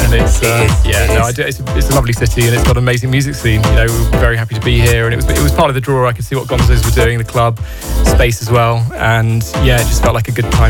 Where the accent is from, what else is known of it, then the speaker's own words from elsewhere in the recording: Norwich, East of England, United Kingdom; also born or lived in Brighton / London; I grew up in Norwich, moved away, went to uni down in Brighton, and spent some time off. I spent about a decade in the end in London. So I'm sort of back from London, but loving Norwich, loving being back.